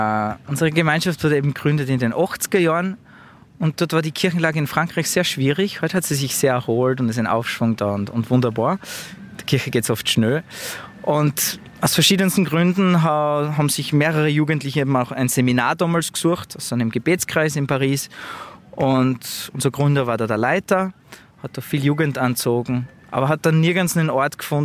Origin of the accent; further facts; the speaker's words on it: Austria; auch als Österreicher.